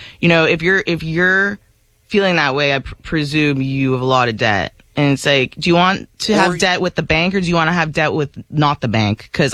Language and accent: English; Canada; I'm from Canada. So we were allowed to go there growing up, and I went like twice or three times.